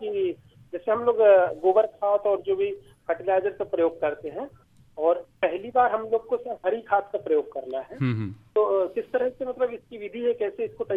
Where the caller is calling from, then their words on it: Balaghat district, Madhya Pradesh, India; ग्राम Katanga विकास खंड परसपाड़ा तहसील बैहर जिला बालाघाट का रहने वाला हूँ।